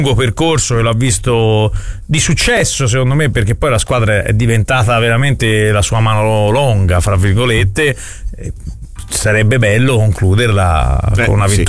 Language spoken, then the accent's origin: Italian; Florence, Tuscany, Italy; noi ci si nasce, siamo innamorati di questi colori nascendoci